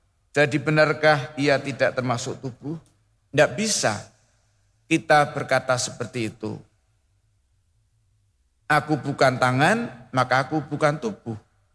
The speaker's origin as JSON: {"language": "Indonesian", "region": "Java", "country": "Indonesia", "said": "Bapak Ibu, bagi kita orang Jawa, kita sudah sangat familiar dengan sapu lidi."}